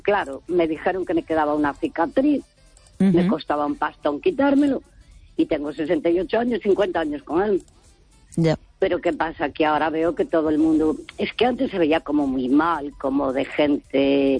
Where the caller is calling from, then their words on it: Santiago de Compostela, Galicia, Spain; de Santiago.